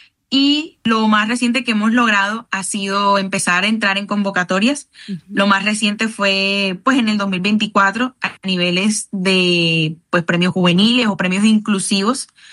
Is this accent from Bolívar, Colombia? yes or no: no; Barranquilla, Atlántico, Colombia; Yo evidentemente soy barranquillera, yo crecí entendiendo que el Caribe no es simplemente un paisaje, un lugar donde yo iba de vez en cuando por vacaciones, sino que también es una casa, es nuestra casa.